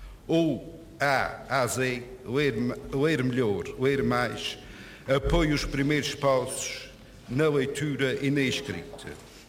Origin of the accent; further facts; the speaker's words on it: Corvo, Azores, Portugal; Cresci no Corvo, sei o tamanho da ilha.